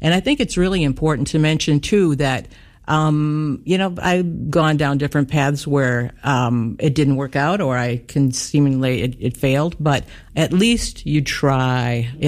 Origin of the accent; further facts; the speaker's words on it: Hudsonville, Michigan, United States; Hudsonville, my hometown, year two for them.